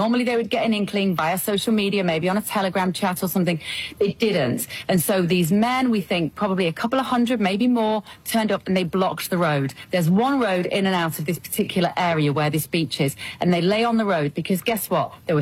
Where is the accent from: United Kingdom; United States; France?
United Kingdom; honestly, as a Brit, it was remarkable to see